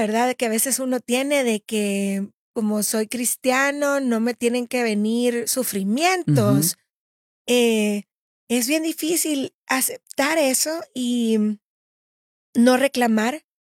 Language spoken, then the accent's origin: Spanish; El Salvador; en mi país, El Salvador